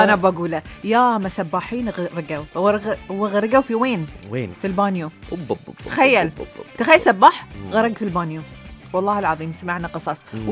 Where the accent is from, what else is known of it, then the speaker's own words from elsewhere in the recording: Bahrain; ديرتنا موفرت لنا المساحات والبحور والاشياء الجميله